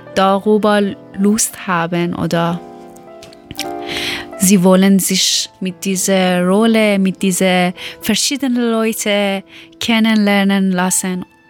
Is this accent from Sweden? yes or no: no; Afghanistan; German is a second language; now in Germany; Und ich bin eine afghanische Frau. Ich komme aus Afghanistan.